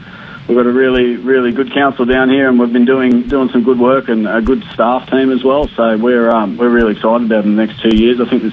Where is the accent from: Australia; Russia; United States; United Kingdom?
Australia; Quirindi, New South Wales; pretty well born and bred in Quirindi. Moved away a couple of times for work and study, but have found it back here.